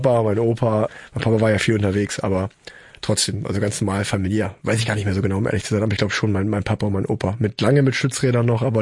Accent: Unna, North Rhine-Westphalia, Germany; in den Radverein nach Unna, wo ich groß geworden bin

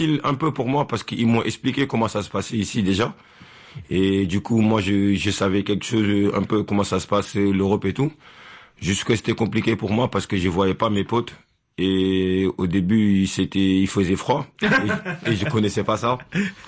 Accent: Senegal; moved away as an adult; Comme j'ai dit, on a quitté le Sénégal. J'ai quitté là-bas quand j'avais 18 ans.

